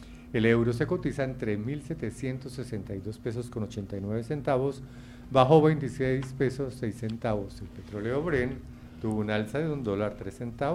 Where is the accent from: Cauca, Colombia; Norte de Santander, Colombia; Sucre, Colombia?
Norte de Santander, Colombia